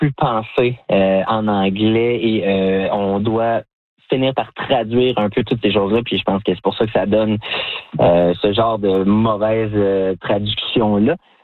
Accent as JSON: {"language": "French", "town": "Clarence Creek", "region": "Ontario", "country": "Canada", "tie": "born or raised there", "said": "Moi, étant un peu plus de la campagne, je viens du village de Clarence Creek, de la région de Clarence-Rockland, dans l'Est Ontario."}